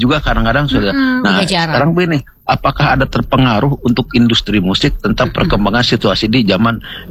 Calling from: Bandung, West Java, Indonesia; kita orang Sunda

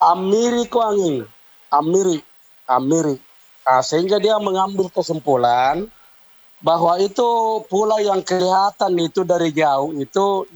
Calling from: South Sulawesi, Indonesia

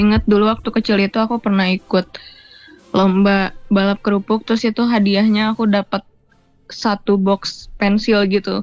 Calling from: Cimahi, West Java, Indonesia; Saya dari kota Cimahi

